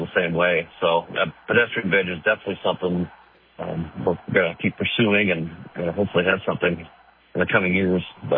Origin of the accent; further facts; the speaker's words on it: Zeeland, Michigan, United States; when I was a kid growing up in Zeeland